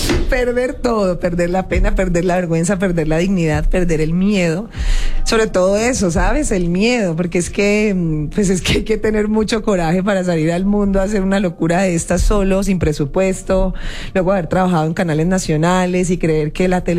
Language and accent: Spanish; Cali, Valle del Cauca, Colombia; now in Bogotá, Colombia